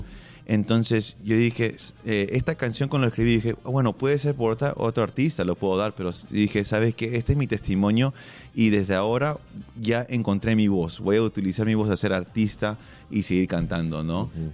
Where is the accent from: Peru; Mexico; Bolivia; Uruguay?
Peru; que somos una familia peruana normal, de verdad, ¿no? Que empezó desde abajo